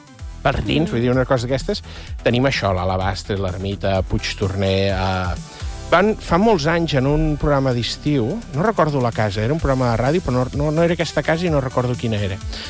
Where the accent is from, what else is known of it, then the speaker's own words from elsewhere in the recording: Sarral, Catalonia, Spain; la gent que som de Sarral.